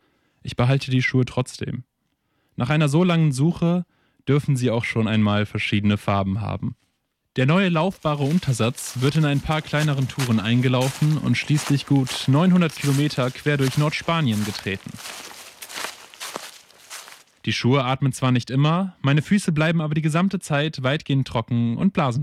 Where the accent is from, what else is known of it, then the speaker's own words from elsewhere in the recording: North Rhine-Westphalia, Germany; Also mache ich mich auf ins erstbeste Sportgeschäft in meiner Heimatstadt in der Nähe von Düsseldorf.